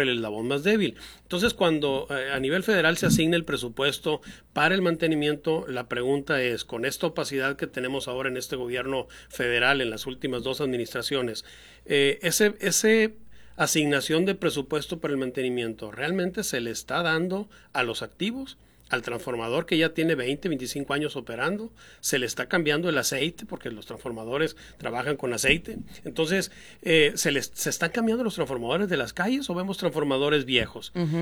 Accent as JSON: {"language": "Spanish", "region": "Sonora", "country": "Mexico", "said": "como ciudadano mexicano y como sonorense."}